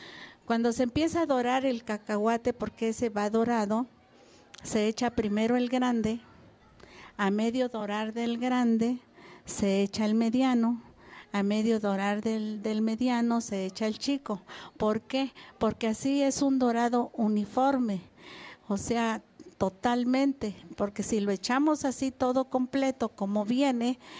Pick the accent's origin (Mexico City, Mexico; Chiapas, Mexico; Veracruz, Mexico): Veracruz, Mexico; Porque si digo que Veracruz es mi orgullo, pues porque soy de Veracruz.